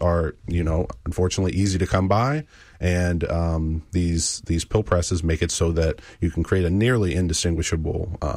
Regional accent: West Virginia, United States; moved away; so I grew up in West Virginia. I'm from West Virginia.

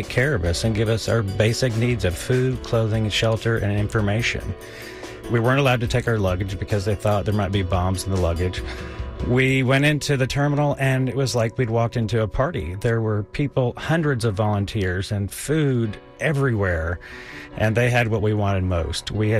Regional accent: Austin, Texas, United States; from Austin, Texas.

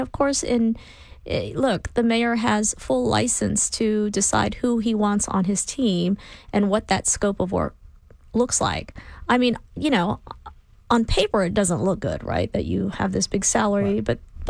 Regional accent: Houston, Texas, United States; So I am mostly from Houston. I'm an immigrant who came here from the age of two on, grew up in Houston, went to high school in Houston.

